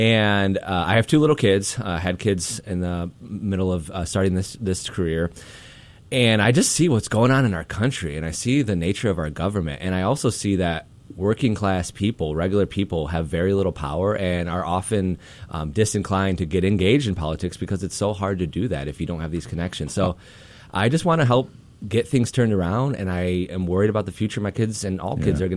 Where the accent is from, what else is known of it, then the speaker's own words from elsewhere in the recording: Rockford, Illinois, United States; I am from the Rockford area. I've actually lived in Central Illinois for a handful of years as well. But I am from a working class family, just people who come from nothing.